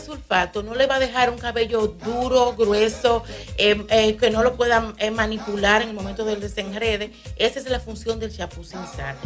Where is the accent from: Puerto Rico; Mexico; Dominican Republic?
Dominican Republic; Espaillat; Yo soy de Quebrada Honda.